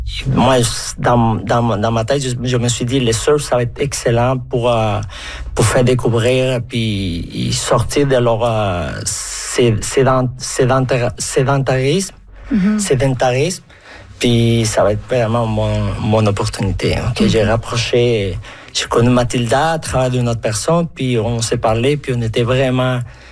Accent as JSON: {"language": "French", "country": "Venezuela", "tie": "born or raised there", "moved": "as an adult", "lives_now": "Quebec City, Canada", "said": "Moi, je suis originaire du Venezuela, puis j'habite au Québec depuis 19 ans, dans la ville de Québec."}